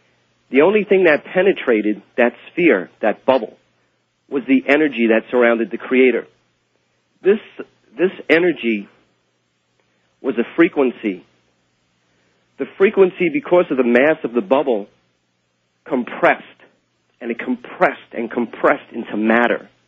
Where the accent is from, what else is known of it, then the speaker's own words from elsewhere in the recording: Long Island, New York, United States; I'm from Long Island, New York.